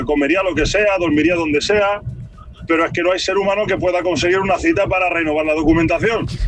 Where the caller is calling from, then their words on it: Algeciras, Andalusia, Spain; de Algeciras.